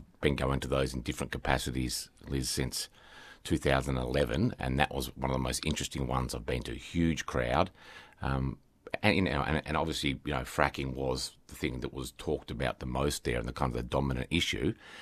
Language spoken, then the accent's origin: English; Victoria, Australia; I grew up near Portland